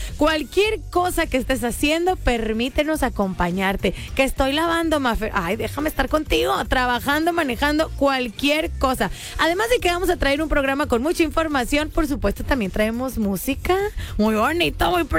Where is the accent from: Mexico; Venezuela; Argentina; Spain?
Mexico; nos queda muchísimo más como mexicanos, orgullosamente de ser mexicanos